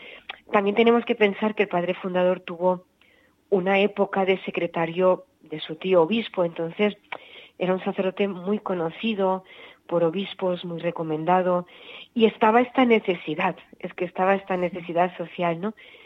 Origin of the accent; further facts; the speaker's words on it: Oliva, Valencian Community, Spain; yo soy hija de Oliva, de un pueblecito, el último pueblecito de Valencia, y vengo de una familia cristiana practicante. Mis padres toda la vida han sido panaderos